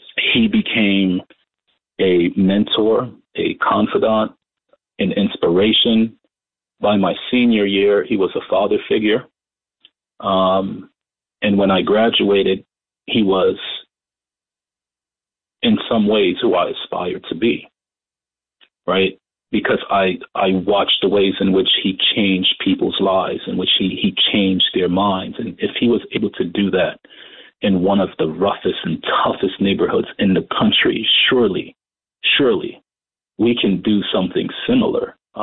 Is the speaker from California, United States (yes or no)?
no; New York City, New York, United States; I grew up in Crown Heights, Brooklyn, but I went to high school in Bed-Stuy, Brooklyn.